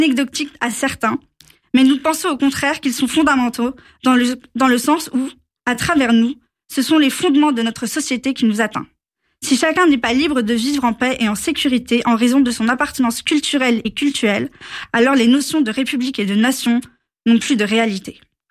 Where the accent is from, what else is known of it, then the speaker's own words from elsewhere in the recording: France; Car oui, avant d'être juifs, nous sommes français, nous sommes républicains, nous sommes universalistes. Nous chérissons notre pays et n'en avons pas d'autre.